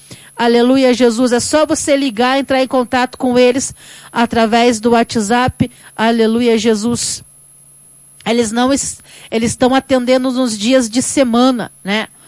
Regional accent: Rio Azul, Paraná, Brazil; moved away; o povo de Rio Azul, que muitas das vezes me acompanha, que Deus venha abençoar a vida de cada um de vocês, a minha cidade natal

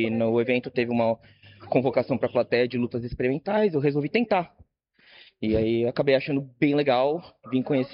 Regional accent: São Paulo, Brazil; Sou daqui de São Paulo.

